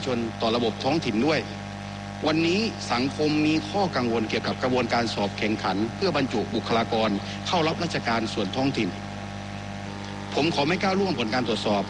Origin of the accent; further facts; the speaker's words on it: Songkhla, Thailand; ผมขอกลับมาที่บ้านเกิดของผมจังหวัดสงขลาจังหวัดสงขลาคือประตูเศรษฐกิจและพื้นที่ยุทธศาสตร์สำคัญของภาคใต้